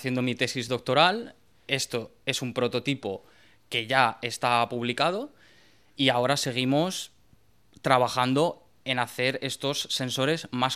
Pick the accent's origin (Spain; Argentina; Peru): Spain; Madrid, Community of Madrid; yo hice biología en Madrid, soy madrileño, estudié en la Universidad de Alcalá